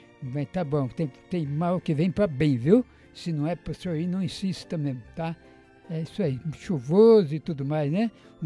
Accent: Brazil; da Fazenda Brasil, aí do bairro de onde eu vim na vida aqui, né? Meus primeiros passinhos foi nesse bairro aí

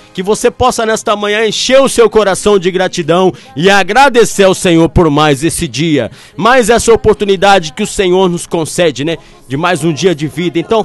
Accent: Apiaí, São Paulo, Brazil; moved away; Eita, tá lá na minha terrinha, Apiaí.

